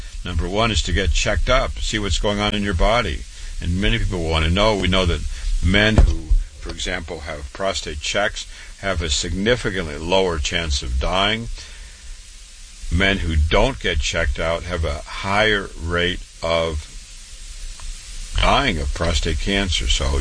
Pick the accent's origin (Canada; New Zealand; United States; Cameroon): United States; Waterloo, Iowa; born and raised in Waterloo, Iowa, went to public school, MD at 25